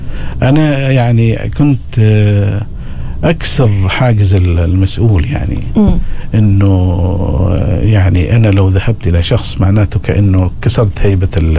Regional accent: Muttrah, Muscat Governorate, Oman; born there; وأنا أحيانا لما أروح على مطرح، أنا من مواليد مطرح يعني

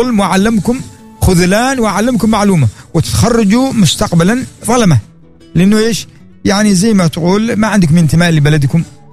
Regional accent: Oman; أنا من عمان.

